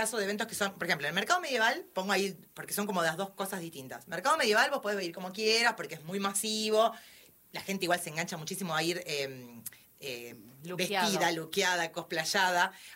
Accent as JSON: {"language": "Spanish", "region": "Buenos Aires", "country": "Argentina", "tie": "born or raised there", "moved": "yes", "said": "Yo soy de Buenos Aires, como comentaba antes, y me crié en la Bond Street"}